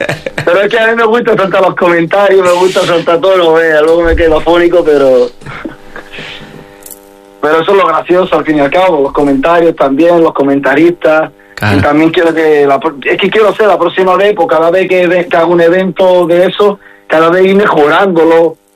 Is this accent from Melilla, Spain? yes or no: yes; Melilla, Spain; accent: Melilla; yo creo que nuestro acento melillense a la hora de hablar, no sé, me resulta mucho más gracioso que los demás, no porque sea de Melilla, sino porque es una mezcla, ¿sabes?